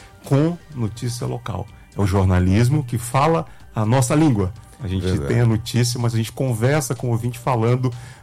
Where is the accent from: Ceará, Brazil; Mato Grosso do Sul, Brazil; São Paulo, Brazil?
Ceará, Brazil; born there; now in Fortaleza, Brazil; lá do Cariri, que é minha terra querida.